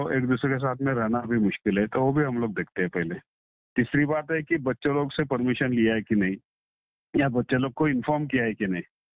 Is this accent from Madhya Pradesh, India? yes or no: no; Pune, Maharashtra, India; Basically मैं पुणे का रहने वाला हूँ, पुणे महाराष्ट्र से बोल रहा हूँ मैं।